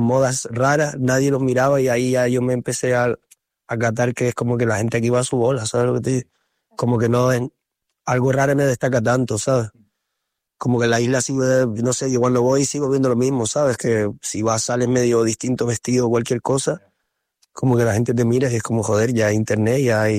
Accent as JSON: {"language": "Spanish", "region": "Canary Islands", "country": "Spain"}